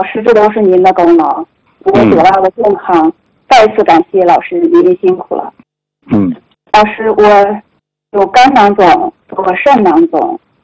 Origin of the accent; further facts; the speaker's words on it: Tieli, Heilongjiang, China; born there; 我出生在铁犁郎乡。